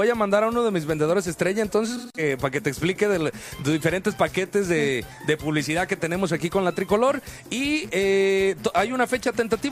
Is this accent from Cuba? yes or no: no; Mexico; now in 209 area (Central Valley), California, United States; nuestra cultura como mexicanos y pues obviamente aquí en el área del 209